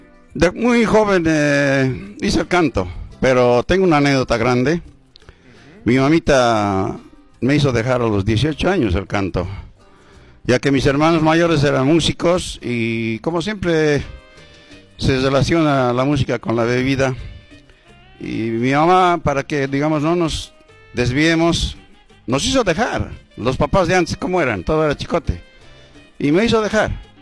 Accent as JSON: {"language": "Spanish", "region": "La Paz", "country": "Bolivia", "tie": "born or raised there", "said": "Bueno, yo soy paceño, nacido en San Pedro."}